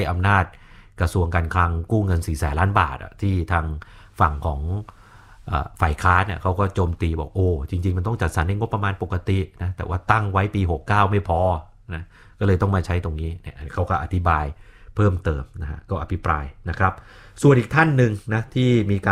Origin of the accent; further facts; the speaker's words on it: Nonthaburi, Thailand; ผมทะเบียนบ้านผมอยู่นนทบุรีเป็นเด็กต่างจังหวัดอยู่ปริมณฑลนะ